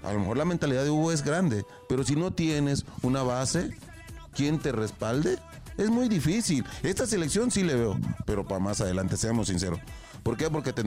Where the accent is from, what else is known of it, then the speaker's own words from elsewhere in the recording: Mexico; mentalidad de él era así de grandote, como lo tenemos los mexicanos, como lo tenemos todos los mexicanos, y como mexicanos tú quieres ser el mejor